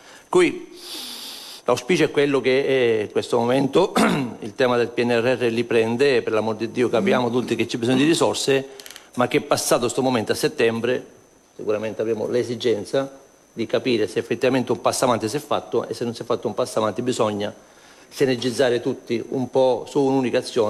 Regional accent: Sicily, Italy; La regione Sicilia, noi siamo siciliani

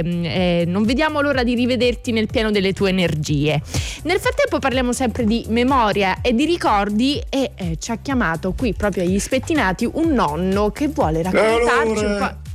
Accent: Sicily, Italy; nella mia terra, in Sicilia

